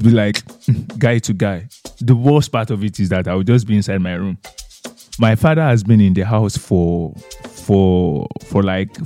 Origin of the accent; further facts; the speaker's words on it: Abeokuta, Ogun, Nigeria; I grew up in Abeokuta.